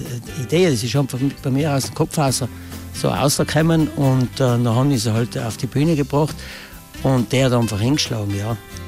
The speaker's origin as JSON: {"language": "German", "region": "Styria", "country": "Austria", "tie": "born there", "also_born_or_lived": "Ulten Valley, South Tyrol (parents' origin)", "said": "kein gebürtiger Ultner. Die Eltern sind Ultner, weil wo der Stausee jetzt ist, haben sie gewohnt und sind ausgewandert und dann sind da die Kinder. Ich bin in der Steiermark geboren, mein Bruder ist noch in Meran geboren und alle anderen halt in Österreich."}